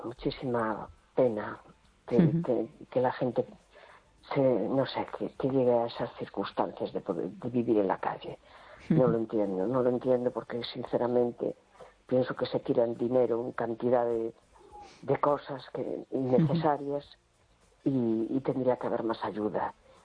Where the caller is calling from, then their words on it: A Coruña, Galicia, Spain; de La Coruña.